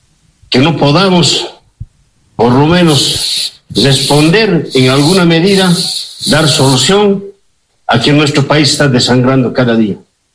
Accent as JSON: {"language": "Spanish", "country": "Bolivia", "said": "los problemas que tenemos los bolivianos."}